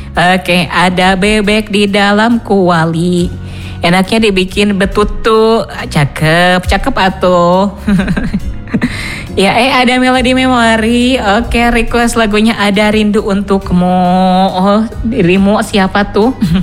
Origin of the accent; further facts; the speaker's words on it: Ciamis, West Java, Indonesia; Ini tuh di daerah kampung halaman saya